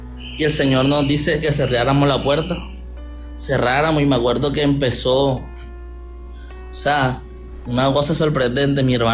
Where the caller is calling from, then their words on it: Barranquilla, Atlántico, Colombia; Yo soy de acá, de Barranquilla.